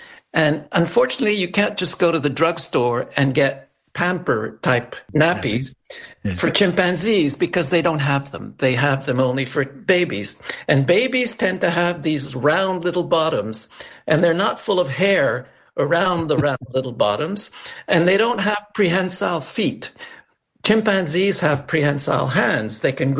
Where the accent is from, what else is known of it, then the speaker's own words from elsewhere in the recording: Montreal, Quebec, Canada; Yes, I grew up in Montreal. I've never been much of a nature person, and actually I was more comfortable in the city.